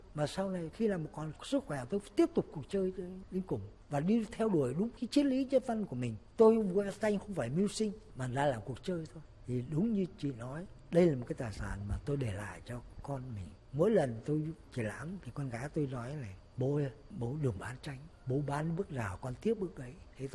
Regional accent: Bac Giang, Vietnam; born there; now in Hanoi, Vietnam; quê tôi là ở Bắc Giang. Thế bây giờ tôi sống ở Hà Nội cũng lâu rồi, từ năm 51 cơ.

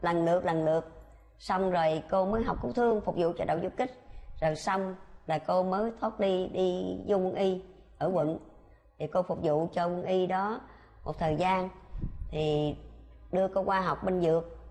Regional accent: Cu Chi, Ho Chi Minh City, Vietnam; quê hương Củ Chi.

